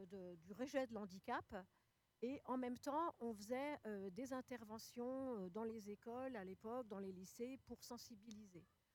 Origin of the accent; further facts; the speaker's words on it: Bourgogne-Franche-Comté, France; moved away as an adult; moi je suis arrivée en 2005, parce que je viens du Jura, moi je suis franc-comtoise, hein, je ne suis pas originaire d'ici.